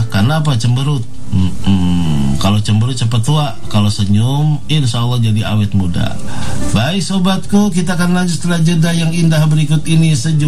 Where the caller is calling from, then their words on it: Tangerang, Banten, Indonesia; Saya dari Tangerang ingin bertanya Ustaz